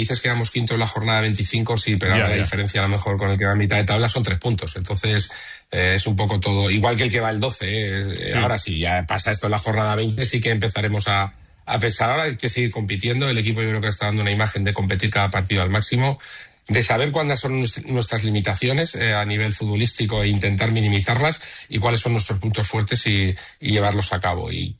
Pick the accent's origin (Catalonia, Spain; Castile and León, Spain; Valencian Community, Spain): Valencian Community, Spain; Altea; En Altea, sí, era Altea.